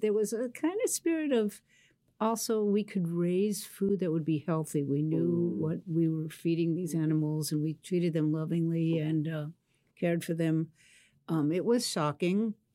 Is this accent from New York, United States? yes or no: yes; New York City, New York, United States; Yes, I was raised in Queens, New York.